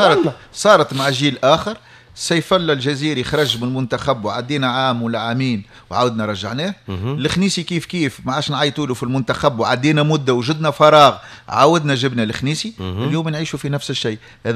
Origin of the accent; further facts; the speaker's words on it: Tunisia; انا كتونسي